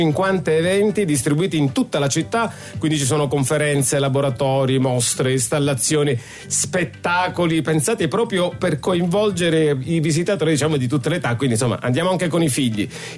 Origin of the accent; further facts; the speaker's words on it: Palermo, Sicily, Italy; io da palermitano